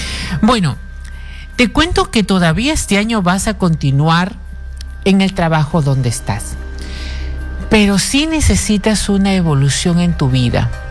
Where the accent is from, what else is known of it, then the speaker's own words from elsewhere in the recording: Chiclayo, Lambayeque, Peru; Uy, un beso grande para mi ciudad de Chiclayo, hermosa ciudad de Chiclayo.